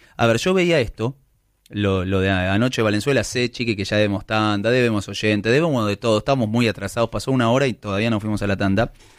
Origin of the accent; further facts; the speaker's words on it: Argentina; Y soy argentino.